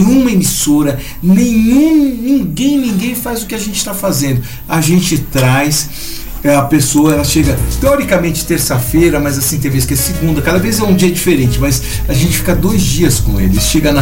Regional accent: São Paulo, Brazil; now in Campos do Jordão, Brazil; Eu não nasci em Campos do Jordão. Então eu tenho um grande direito de falar sobre Campos do Jordão e cuidar da nossa cidade, porque eu escolhi para criar meus filhos aqui. Eu vim de São Paulo

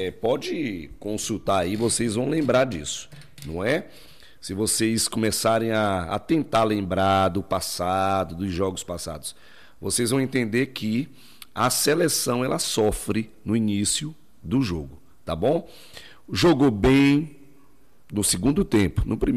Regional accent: Brazil; Independente de qualquer coisa, eu sou brasileiro.

